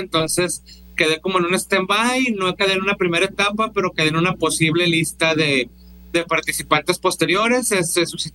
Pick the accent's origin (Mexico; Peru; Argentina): Mexico; Culiacán, Sinaloa; soy de Culiacán.